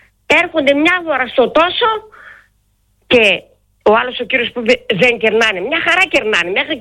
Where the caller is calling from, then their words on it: Greece; είμαι από τα Γλαδοχώρη.